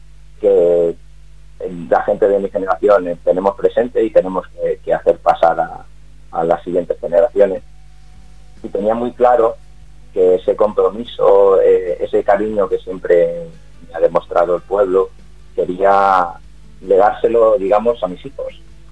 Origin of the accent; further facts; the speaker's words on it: Valladolid, Castile and León, Spain; born there; also born or lived in Guijuelo; nací en Valladolid, a todo el mundo que me pregunta siempre me dice, no, ¿tú de dónde eres? Tal, porque pues eso, cuando vas moviéndote por los diferentes sitios, siempre digo, no, yo soy de Guijuelo